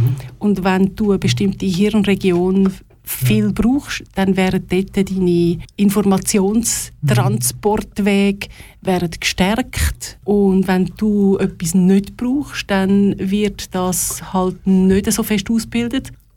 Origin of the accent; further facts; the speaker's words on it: Linthal, Glarus, Switzerland; Ich bin zuhinterst im Glarnerland aufgewachsen, also geboren in Glaris und aufgewachsen ganz hinten in Lintal.